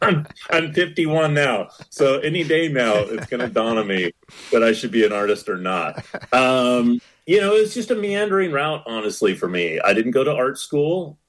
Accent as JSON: {"language": "English", "region": "West Coast", "country": "United States", "tie": "born or raised there", "said": "And then the color part really probably comes mostly from growing up on the West Coast."}